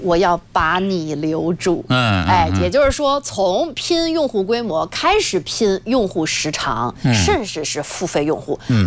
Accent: China; 我们中国人非常熟悉的新东西

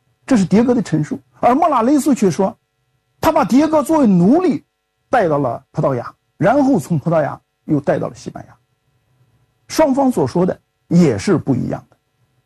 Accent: China; 我们中国人

